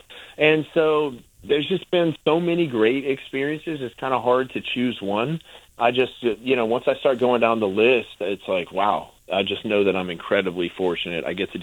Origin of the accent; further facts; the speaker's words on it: Shreveport, Louisiana, United States; my hometown in Shreveport.